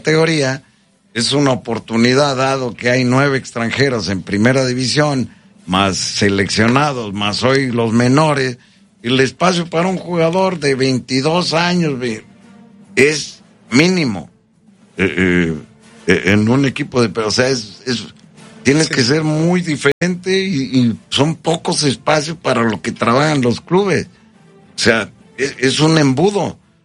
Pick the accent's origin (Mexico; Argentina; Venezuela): Mexico; Greater Mexico City; moved away; de donde vengo, al de Catepec, al de Iztapalapa